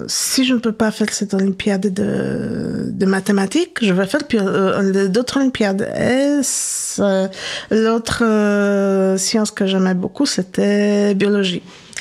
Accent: Poland; born or raised there; first language Polish; French is a second language; moved away as an adult; now in France

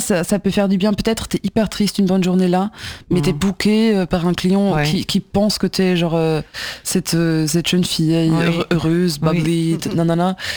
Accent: Germany; French is a second language; Je suis allemande, hein.

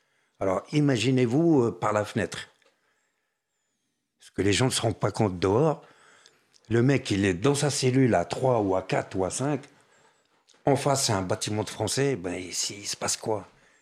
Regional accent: France; Mais monsieur, vous êtes tunisien? Je dis non, je suis français.

